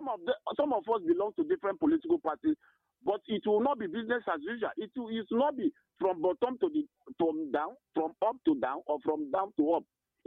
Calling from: Nigeria; I'm calling from Okpabi Nimbo.

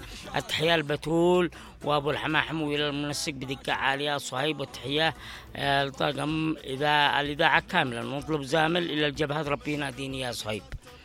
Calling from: Tihama, Yemen; إحنا بنات تهامة لا نلبس سيء مثل ما يلبسين، نحمد الله عنا بنات عارفين القرآن الكريم ونتبع فاطمة الزهراء عليها السلام، … من تهامة، تهامة العباء،

